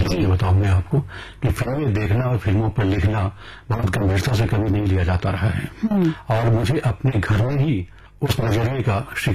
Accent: Bihar, India; born there; मेरा जन्म बिहार में हुआ है। बिहार का एक बहुत ही प्रसिद्ध जिला है

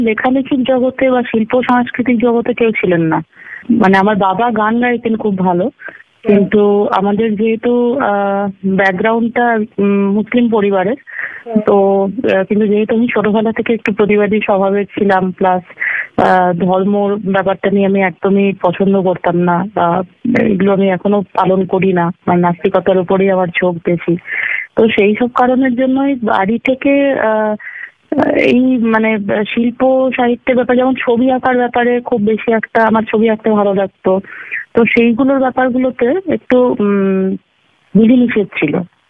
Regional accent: Asansol, West Bengal, India; born there; moved away; also born or lived in Malda / Kolkata; অনেকটাই আমি আসানসোলে বড় হয়েছি, আমার এখানে জন্ম এবং এখানে বড় হওয়া। কিন্তু তারপরে পড়াশোনার জন্য আমাকে উত্তরবঙ্গে যেতে হয়, মালদায় বহুদিন ছিলাম, আবার আমাকে কলকাতায় আসতে হয়।

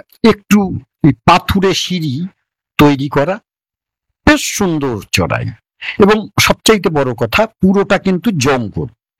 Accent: Belgharia, West Bengal, India; আমার বাড়ি বেলঘরিয়া

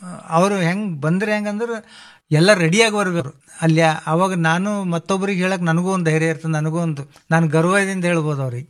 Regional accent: Bidar, Karnataka, India; moved away as an adult; now in Bengaluru, India; ನಾನು ಬೀದರಲ್ಲಿದ್ದಾಗ ಅಂದ್ರೆ ನಾನು ಇನ್ನೂ ಬೆಂಗಳೂರಿಗೆ ಹೋಗಲ್ಕಿಂತ ಬಿಫೋರು

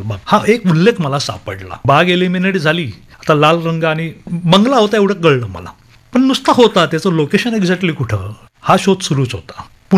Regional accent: Mumbai, Maharashtra, India; मी जरी मुंबईकर मला म्हणत असलो की अनेक जण म्हणतात मी मुंबईकर आहे

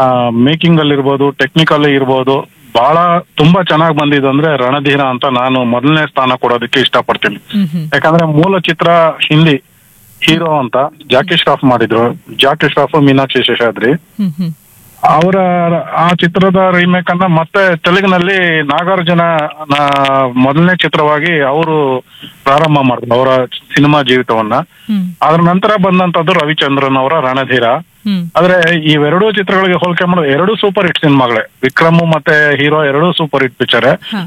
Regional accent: Devanahalli, Karnataka, India; ನನ್ನ ಸ್ವಂತ ಊರು ದೇವನಹಳ್ಳಿ.

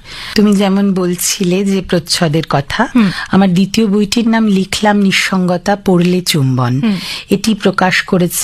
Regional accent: Madhyamgram, West Bengal, India; আমার মধ্যমগ্রাম যেখানে আমার বাড়ি সেখানেই আমার দল

